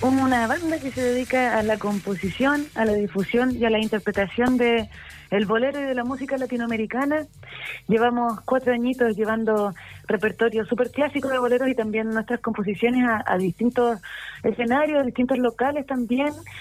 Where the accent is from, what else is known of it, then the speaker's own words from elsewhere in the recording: Punta Arenas, Magallanes and Chilean Antarctica, Chile; yo soy de Punta Arenas, del sur, y siempre escuché harto folclore argentino que llega harto a Punta Arenas